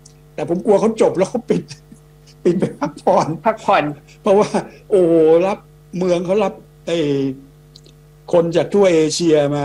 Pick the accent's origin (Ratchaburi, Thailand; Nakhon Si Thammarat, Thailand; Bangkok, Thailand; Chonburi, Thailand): Ratchaburi, Thailand; Damnoen Saduak; born there; สมัยก่อนผมเป็นคนเกิดที่ดำเนินสะดวกเนี่ยเป็นสวนผักเยอะ